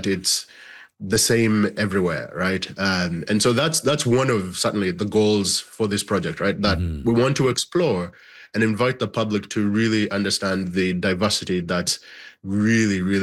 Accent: Uganda; now in Canada; I was born and raised in Uganda. I'm a Ugandan Canadian now.

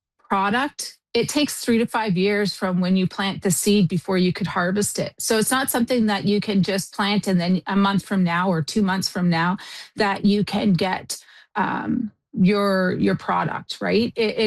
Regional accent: Ontario, Canada; ginseng is grown locally for me because I'm from Oxford County, and we do grow it in Oxford County and Brant and Norfolk.

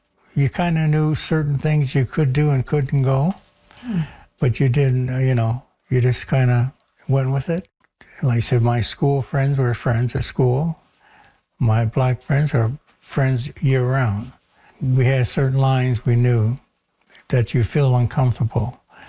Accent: Harrow, Ontario, Canada; I grew up in Harrow.

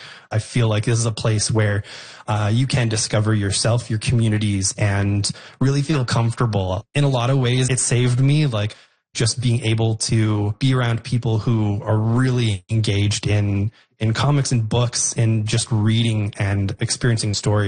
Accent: Alberta, Canada; Honestly, I grew up outside of Edmonton and came to Edmonton sort of in my mid-20s.

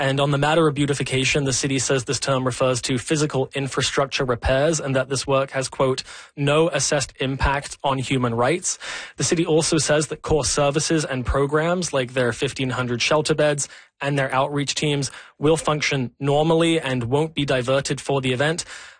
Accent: England, United Kingdom; You know, being born and raised in England, I would say I never had a choice.

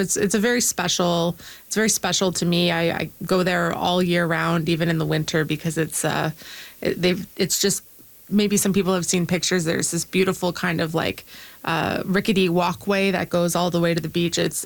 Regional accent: Prince Edward Island, Canada; You know, I come from Prince Edward Island, where there are a number of very popular national parks.

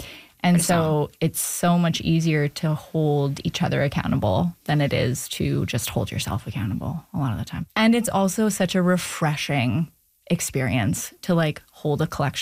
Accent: Vancouver, British Columbia, Canada; we're both from Vancouver and the community is pretty small

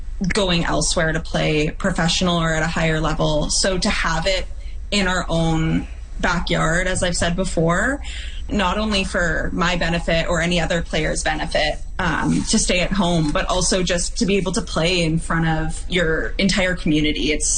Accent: Winnipeg, Manitoba, Canada; When I was younger, like growing up in Winnipeg, the opportunities to go anywhere further than university were slim

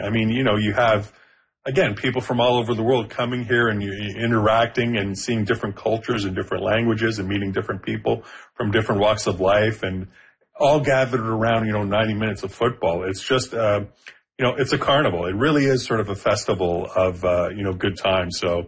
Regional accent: Toronto, Ontario, Canada; the fact that it's in my hometown, I mean, I can walk to BMO Field.

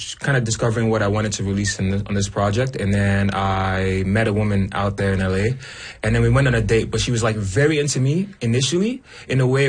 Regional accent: Nigeria; now in Canada; I'm Nigerian, I was Nigerian. Mm-hmm. But I've also been in Canada for about 17 years. So I'm like hybrid in a sense.

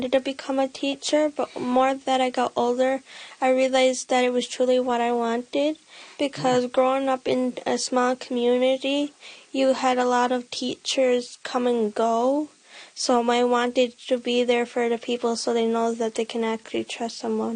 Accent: Hopedale, Newfoundland and Labrador, Canada; I'm from Hopedale, Labrador.

